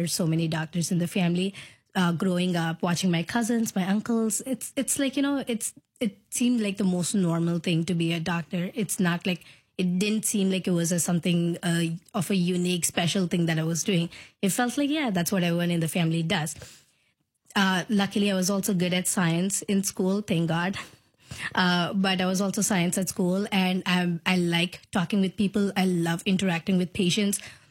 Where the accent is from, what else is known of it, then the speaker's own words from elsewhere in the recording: India; moved away as an adult; also born or lived in Iowa / Pennsylvania; now in Decatur, United States; I'm from India, grew up in India, and I went to med school in India. I got married and moved to Iowa.